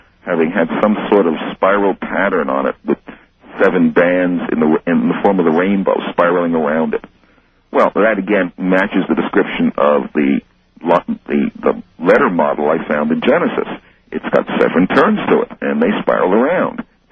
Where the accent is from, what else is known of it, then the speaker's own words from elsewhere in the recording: Missouri, United States; I'm from Missouri, and intellectually, I got to see it to believe it.